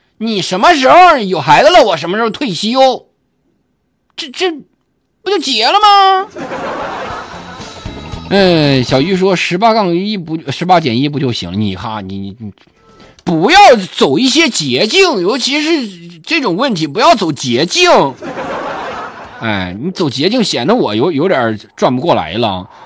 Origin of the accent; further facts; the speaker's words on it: Shandong, China; 俺也是山东的